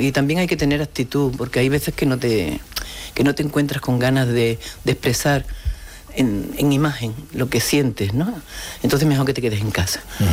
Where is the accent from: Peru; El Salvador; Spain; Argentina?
Spain; Huelva, Andalusia; Yo soy de Huelva y me encanta el fandango.